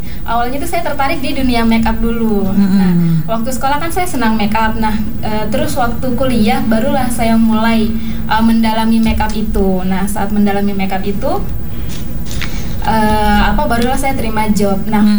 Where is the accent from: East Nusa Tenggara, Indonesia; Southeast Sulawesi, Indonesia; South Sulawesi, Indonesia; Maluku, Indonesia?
Maluku, Indonesia; Kobisonta; born there; moved away as an adult; now in Fakfak, Indonesia; Saat itu saya di kampung saya di Kobisonta.